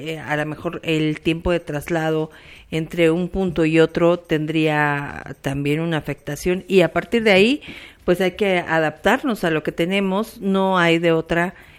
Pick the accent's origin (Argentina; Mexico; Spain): Mexico; pues ya sabe cómo somos los mexicanos